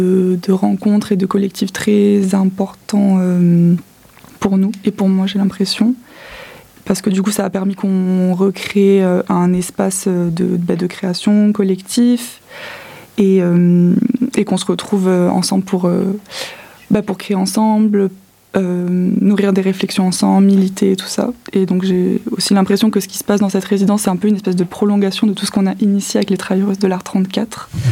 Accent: Montpellier, Occitanie, France; Je suis peintre et plasticienne. Je viens aussi de Montpellier, j'ai fait les beaux-arts.

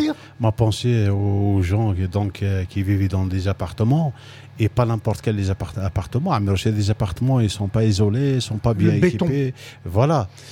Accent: Algeria; now in France; nous, les Algériens

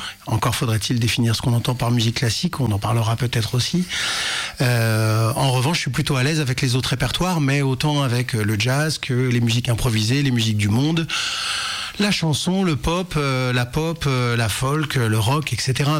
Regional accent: Lyon, Auvergne-Rhône-Alpes, France

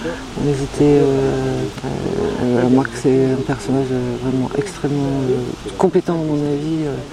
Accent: Vernoux-en-Vivarais, Auvergne-Rhône-Alpes, France; donc moi je viens du côté de Vernon-en-Vivarais.

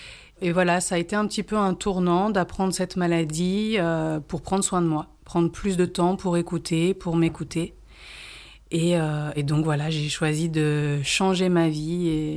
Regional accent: Grenoble, Auvergne-Rhône-Alpes, France; born or raised there; moved away as an adult; now in Ardèche, France

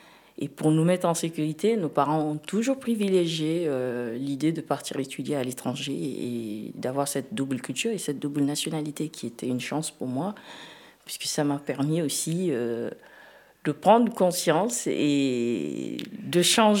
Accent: Niger; moved away as an adult; now in Montvel, France; Je suis, aujourd'hui, je suis, si je peux dire, française, mais d'origine nigérienne. Je suis arrivée en France en 2004 pour continuer et suivre mes études.

